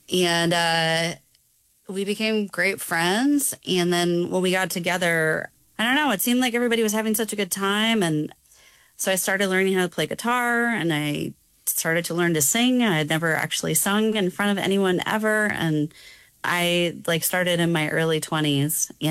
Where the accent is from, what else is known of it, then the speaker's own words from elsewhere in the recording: Juneau, Alaska, United States; also born or lived in Ketchikan; Yeah, so I grew up in Juneau. I was born in Ketchikan, but we moved to Juneau when I was about 9.